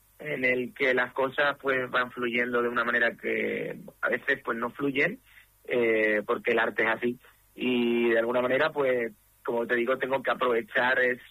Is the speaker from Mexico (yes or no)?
no; Palma del Río, Andalusia, Spain; now in San Martín de Valdeiglesias, Spain; Yo soy cordobés, de Palma del Río, andaluz. Llevo mi tierra por bandera